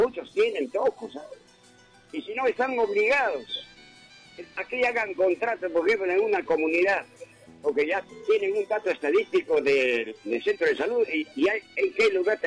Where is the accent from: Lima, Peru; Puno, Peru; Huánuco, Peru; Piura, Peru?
Huánuco, Peru; mis paisanos de Huánuco